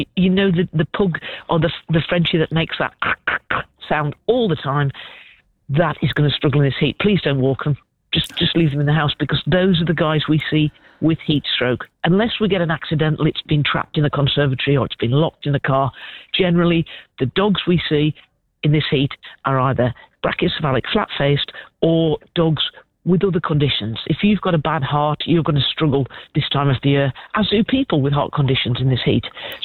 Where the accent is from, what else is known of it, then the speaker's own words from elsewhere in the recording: England, United Kingdom; We're English.